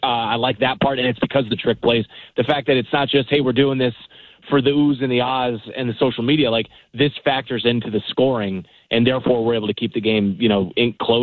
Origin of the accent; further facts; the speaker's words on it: Mid-Atlantic, United States; I grew up in the Mid-Atlantic